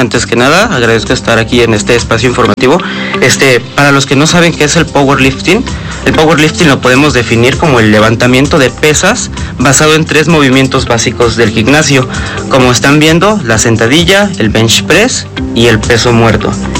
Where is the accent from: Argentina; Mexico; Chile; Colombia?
Mexico; Atlixco, Puebla; vengo de Atlixco, estoy estudiando en el Tecnológico Superior de Atlixco